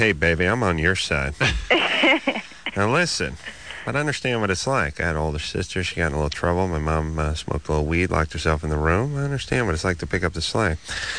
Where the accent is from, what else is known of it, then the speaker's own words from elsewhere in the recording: San Fernando Valley, California, United States; born there; I played high school football, and it was in the San Fernando Valley